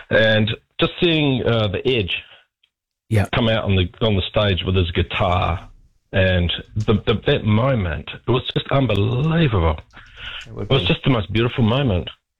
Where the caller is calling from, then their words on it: Hawera, Taranaki, New Zealand; I'm from Hawera